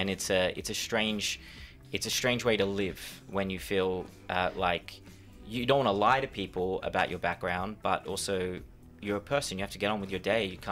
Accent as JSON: {"language": "English", "country": "Australia", "said": "I say, I'm Australian."}